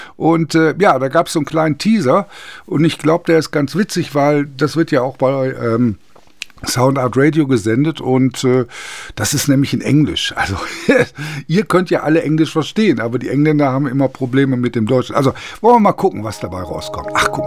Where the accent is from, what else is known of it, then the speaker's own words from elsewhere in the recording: Germany; ich bin aufgewachsen nah an der holländischen Grenze.